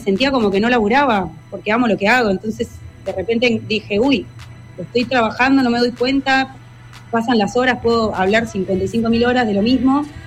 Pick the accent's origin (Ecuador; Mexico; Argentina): Argentina; La Plata, Buenos Aires Province; soy platense y soy rockera también